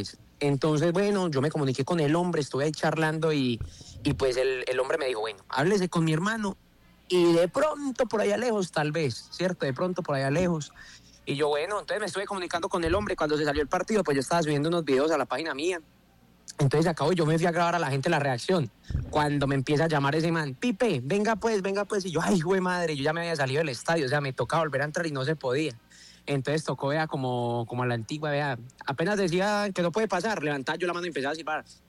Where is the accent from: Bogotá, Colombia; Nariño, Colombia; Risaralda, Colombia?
Risaralda, Colombia; Dosquebradas; yo vengo de Dos Quebradas, yo vivo ahí en La Macarena